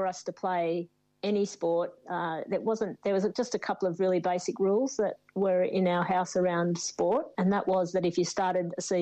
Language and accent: English; Newcastle, New South Wales, Australia; growing up in Newcastle